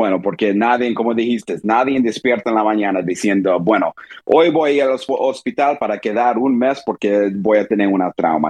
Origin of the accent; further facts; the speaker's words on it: Texas, United States; moved away; also born or lived in Saudi Arabia; Y crecí en el estado de Texas, afuera de Houston.